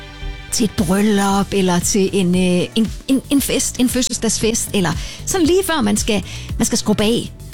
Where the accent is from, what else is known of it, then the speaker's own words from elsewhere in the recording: Region of Southern Denmark, Denmark; jeg kommer fra Jylland af, og dernede omkring Christiansfeldt-området